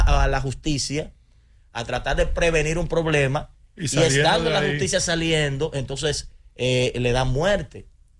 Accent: Dominican Republic; como dominicanos, como padres también, soy padre de dos hembras

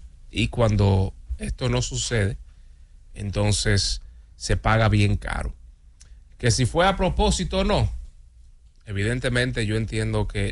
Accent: Dominican Republic; desdichosamente para nosotros como dominicanos, se nos fue removida la medalla de oro.

